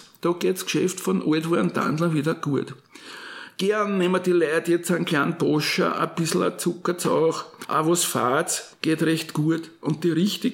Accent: Burgenland, Austria; moved away; ich bin im Burgenland aufgewachsen, also ich habe damals einen ganz anderen Dialekt geredet als heute

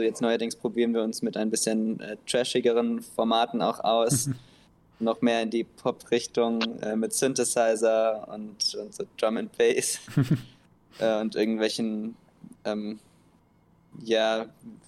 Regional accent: Freiburg, Baden-Württemberg, Germany; moved away; nach Freiburg, wo wir ursprünglich herkommen

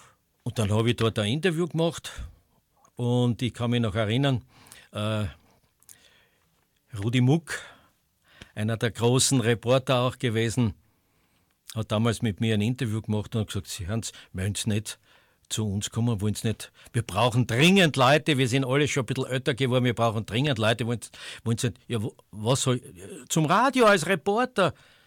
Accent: Styria, Austria

